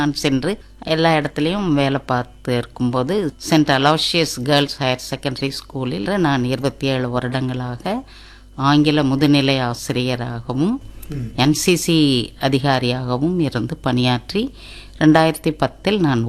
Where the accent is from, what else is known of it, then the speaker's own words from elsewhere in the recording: India; also born or lived in Nuwara Eliya District, Sri Lanka; சிலோன்ல, கண்டி டவுன்ல, நூரேலியாங்கிற டிஸ்ட்ரிக்ட்ல பிறந்தேன். 1956 ரிபேட்ரியேட்ஸ் ஆக நாங்கள் இந்தியாவுக்கு திரும்பி வந்தோம்.